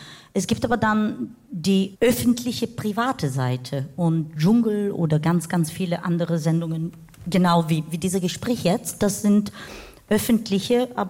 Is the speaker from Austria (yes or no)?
no; Bulgaria; now in Germany; als Bulgarin, die in Deutschland lebt